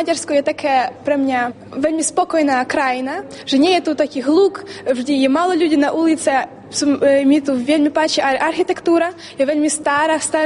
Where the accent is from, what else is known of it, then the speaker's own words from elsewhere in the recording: Uzhhorod, Zakarpattia Oblast, Ukraine; som z Užhorodu, učím sa v 4. lícii.